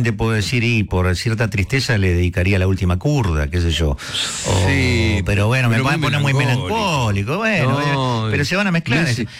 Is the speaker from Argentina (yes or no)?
yes; Argentina; Somos argentinos, ¿qué querés? Es así.